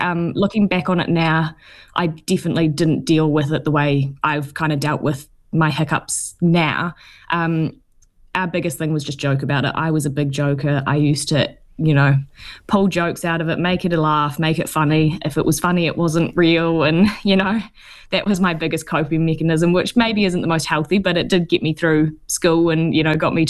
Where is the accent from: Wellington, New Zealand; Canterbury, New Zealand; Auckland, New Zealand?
Canterbury, New Zealand; I grew up in North Canterbury and I grew up at an area school.